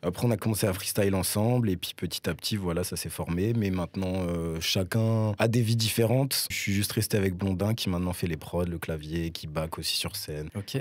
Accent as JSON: {"language": "French", "town": "Nancy", "region": "Grand Est", "country": "France", "moved": "yes", "said": "je viens de Nancy de base"}